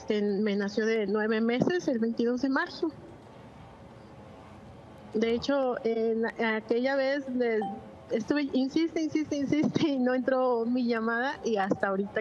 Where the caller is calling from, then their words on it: Tampico, Tamaulipas, Mexico; de Tampico, Tamaulipas.